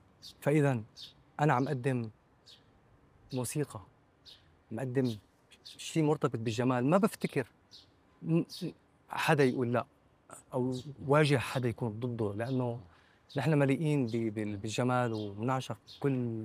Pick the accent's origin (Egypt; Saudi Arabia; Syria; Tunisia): Syria